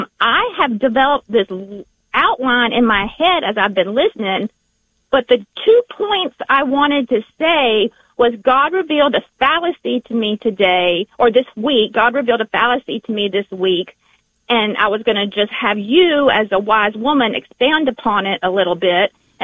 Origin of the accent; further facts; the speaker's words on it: the South, United States; accent: Southern; Did you know because of my accent? I'm so sorry.